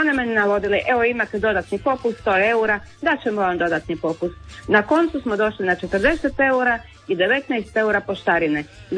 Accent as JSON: {"language": "Croatian", "region": "Chakavian-speaking coastal area", "country": "Croatia", "accent": "Chakavian", "said": "Čakavka, pa može se reći."}